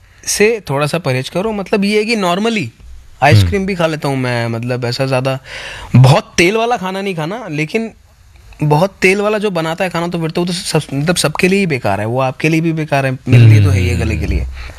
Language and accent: Hindi; Punjab, India; मैं भी पंजाबी हूँ, वो भी पंजाबी हैं और पूरे पंजाब को वर्ल्ड वाइड रिप्रेजेंट भी कर रहे हैं, ठीक है, सर पे पगड़ी है, मेरी भी सर पे पगड़ी है